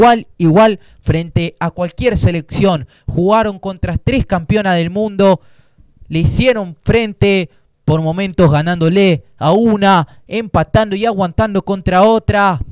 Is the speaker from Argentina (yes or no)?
yes; Argentina; si no somos argentinos